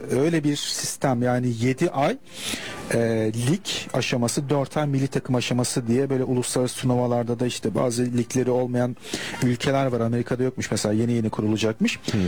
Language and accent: Turkish; Kütahya, Turkey; Kütahya'da büyümüş biri olarak